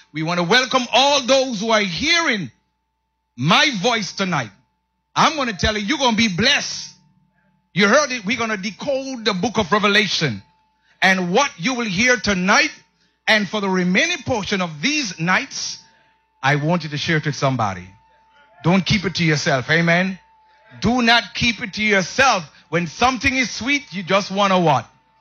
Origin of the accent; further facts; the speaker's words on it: Southern Belize, Belize; I'm from the South. Deep South.